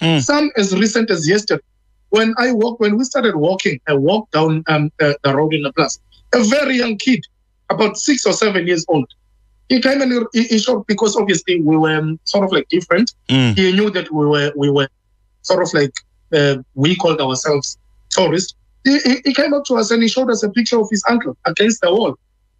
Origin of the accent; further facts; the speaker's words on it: KwaZulu-Natal, South Africa; I'm one activist from South Africa in KZN